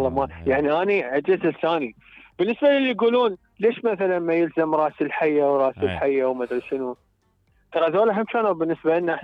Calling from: Iraq; انا مثلا كعراقي

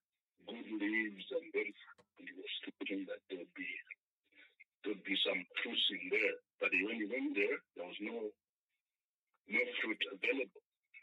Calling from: Ndola, Copperbelt, Zambia; I'm calling from Ndola.

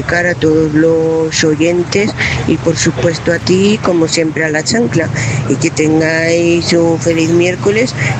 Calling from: Madrid, Community of Madrid, Spain; de Madrid.

